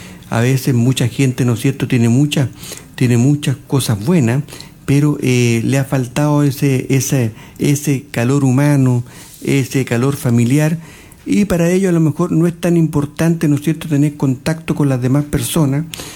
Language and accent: Spanish; Santiago, Santiago Metropolitan Region, Chile; now in Cauquenes, Chile; Yo soy santiaguino